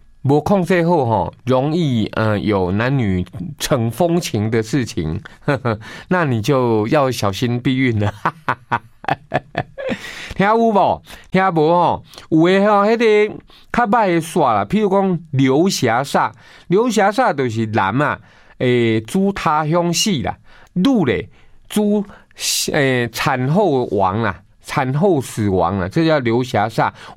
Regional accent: Taiwan; 好像是我们台湾人，除非你是基督教

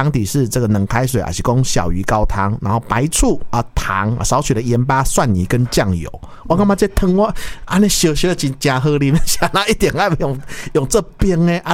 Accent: Taiwan; 我身为台湾人，一辈子是觉得不能够习惯这种东西。

